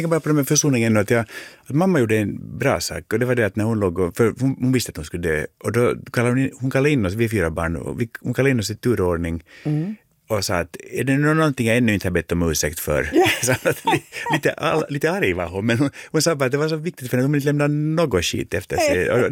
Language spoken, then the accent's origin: Swedish; Finland